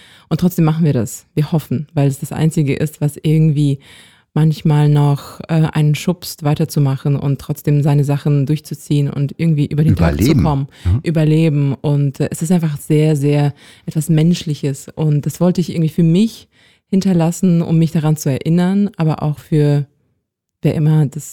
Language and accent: German; Kyiv Oblast, Ukraine; eigentlich um die Geister von den Wäldern und Sümpfen aus dem Norden der Ukraine, aus der Region von Kyiv, wo ich aufgewachsen bin.